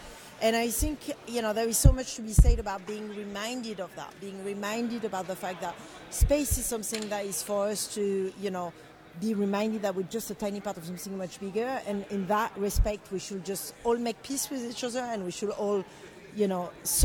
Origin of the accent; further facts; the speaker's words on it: France; I'm half Algerian, half Armenian. I was raised in France